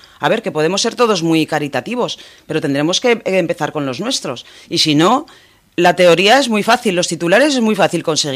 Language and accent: Spanish; Spain; nosotros somos los españoles los primeros que hemos emigrado a Francia, pues sí, Alemania